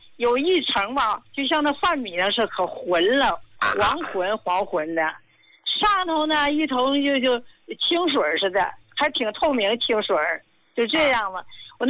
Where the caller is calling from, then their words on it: Qinhuangdao, Hebei, China; 我是秦皇岛的